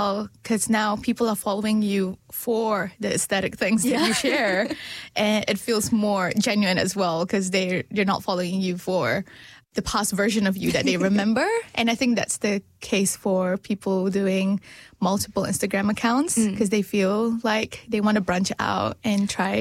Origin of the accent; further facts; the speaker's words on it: Malaysia; So when we met and you asked me where I was from, I was from Malaysia